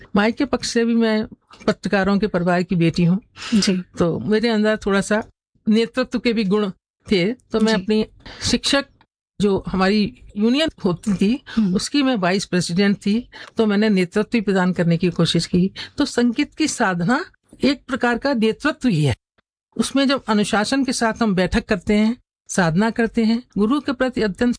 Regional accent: Firozabad, Uttar Pradesh, India; born there; now in Agra, India; मेरा जन्म 1961 में हुआ था, फिरोजाबाद में

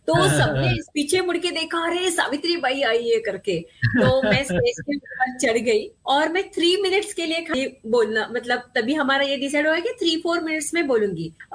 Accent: Pune, Maharashtra, India; Actually मैं पूना से हूँ, महाराष्ट्र पूना से।

